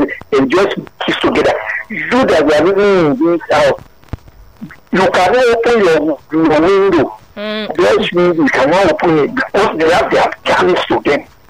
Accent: Lagos, Nigeria; Maybe I live in Sadiko. I grew up in Sadiko, Lagos Island.

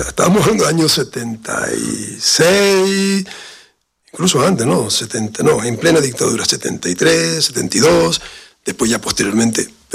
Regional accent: Canary Islands, Spain; pero somos canarios, éramos canarios, los isleños, como decía Fidel

